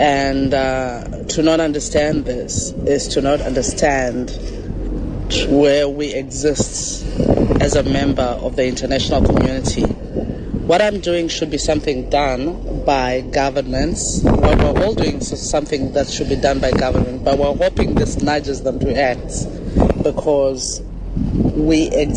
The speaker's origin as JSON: {"language": "English", "country": "South Africa", "said": "I'm a South African writer, and I am on the Global Smoke Flotilla."}